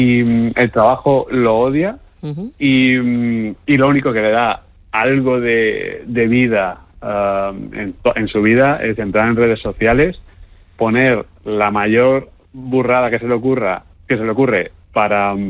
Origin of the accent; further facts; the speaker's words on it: Alicante, Valencian Community, Spain; Además, Sonia y yo, claro, somos de Alicante.